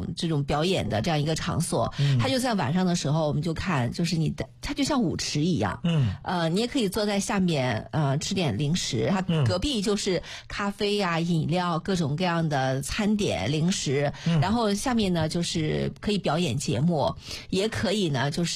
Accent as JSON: {"language": "Chinese", "country": "China", "said": "我们中国人可能都比较含蓄啊"}